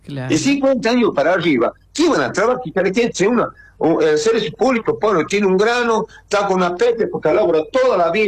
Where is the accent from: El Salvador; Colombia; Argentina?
Argentina; Córdoba; que yo soy municipal, más cordobés que la mona, ¿no?